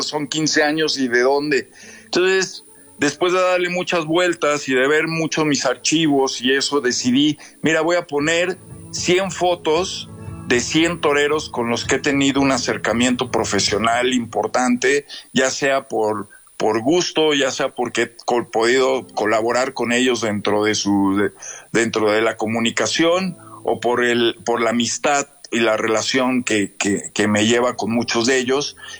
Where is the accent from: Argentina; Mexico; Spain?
Mexico; Mexico City; born there; now in Aguascalientes, Mexico; mi madre es de aquí de Aguascalientes, yo nací en la Ciudad de México, pero bueno, pues tengo mucho cariño, ya tengo varios años viviendo aquí en Aguascalientes